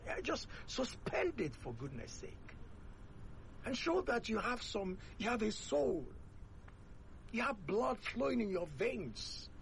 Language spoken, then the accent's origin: English; Nigeria